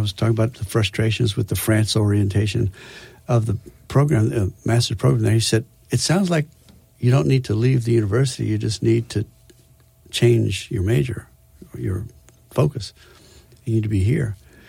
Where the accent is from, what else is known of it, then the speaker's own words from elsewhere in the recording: Louisiana, United States; I'm from Louisiana.